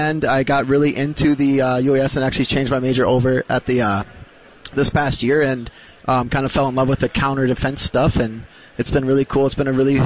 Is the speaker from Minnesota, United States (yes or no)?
yes; Lakeville, Minnesota, United States; I am originally from Lakeville, Minnesota.